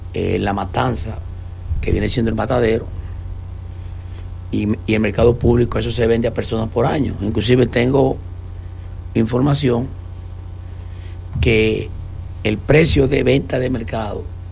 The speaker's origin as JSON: {"language": "Spanish", "region": "Pedernales", "country": "Dominican Republic", "tie": "born there", "said": "hasta nosotros, los que nacimos en Pedernales, estamos hallando el sol caliente."}